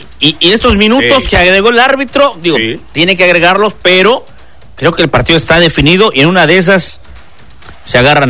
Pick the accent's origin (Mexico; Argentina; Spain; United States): Mexico; Veracruz; Soy jarocho. Y no de Catemaco.